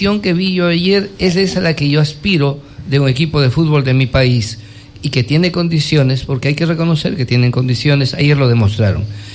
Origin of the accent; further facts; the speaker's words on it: Ecuador; la decepción que teníamos como ecuatorianos